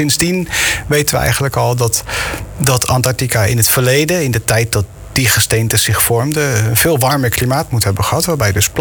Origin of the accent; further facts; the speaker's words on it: Papendrecht, South Holland, Netherlands; Ik ben hier dus niet geboren, even een kleine correctie. Maar ik ben hier wel getogen in Papendrecht.